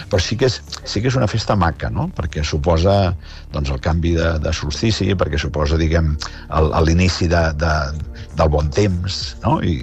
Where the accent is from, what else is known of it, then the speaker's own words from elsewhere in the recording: Barcelona, Catalonia, Spain; quan jo era petit recordo que al Poblenou doncs pujaven els veïns d'una escala al terrat